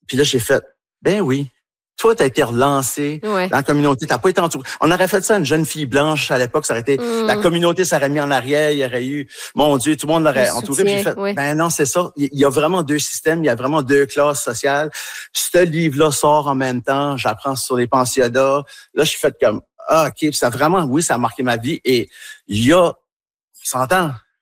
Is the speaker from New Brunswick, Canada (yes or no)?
yes; New Brunswick, Canada; Puis moi aussi, en tant qu'Acadien, fier Acadien, tu sais, j'ai même été vice-président de la Société de l'Acadie du Nouveau-Brunswick.